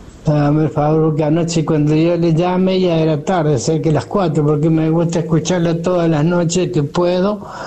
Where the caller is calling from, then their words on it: Río Cuarto, Córdoba, Argentina; le hablo de Río Cuarto.